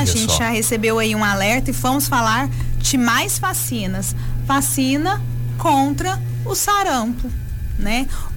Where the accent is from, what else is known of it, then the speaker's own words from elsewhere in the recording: Minas Gerais, Brazil; Somos mineiros, né, gente?